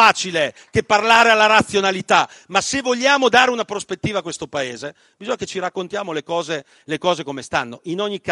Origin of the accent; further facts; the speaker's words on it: Emilia-Romagna, Italy; Volete che parliamo delle mie parti dove si produce il parmigiano reggiano?